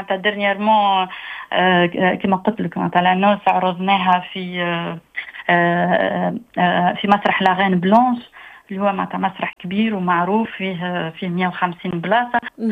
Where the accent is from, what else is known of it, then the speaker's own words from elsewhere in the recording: Tunisia; accent: Tunisian; now in France; انا راني نتكلم بالتونسي